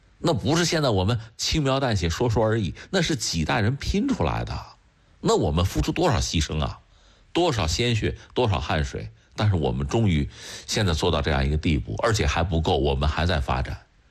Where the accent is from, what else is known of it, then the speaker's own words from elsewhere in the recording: China; 那我们作为中国人看到他这个演讲呢